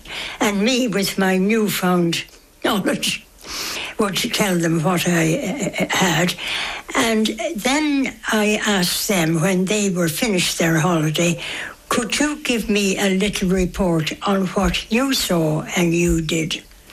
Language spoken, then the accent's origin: English; Munster, Ireland; moved away as an adult; now in Burren, Ireland; I come from County Cork